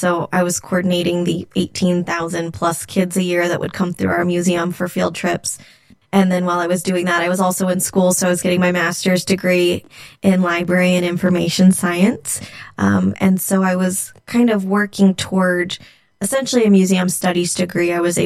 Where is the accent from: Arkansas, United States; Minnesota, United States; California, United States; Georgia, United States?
California, United States; Modesto; also born or lived in Irvine, California; Yeah, so I grew up here in Modesto